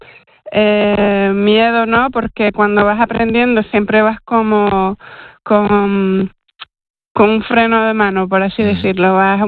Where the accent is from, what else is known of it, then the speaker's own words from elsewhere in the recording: Canary Islands, Spain; siendo canarias, lo más sensato porque estamos rodeados de mar, hay olas, tenemos un buen clima todo el año y la verdad es que vivimos en el paraíso para eso.